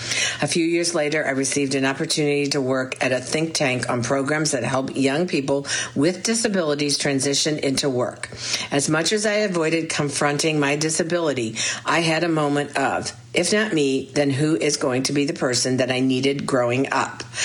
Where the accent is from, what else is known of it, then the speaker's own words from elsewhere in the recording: Louisville, Kentucky, United States; I grew up in Louisville. As a Black physically disabled child, a wheelchair user, I was often the only and the first.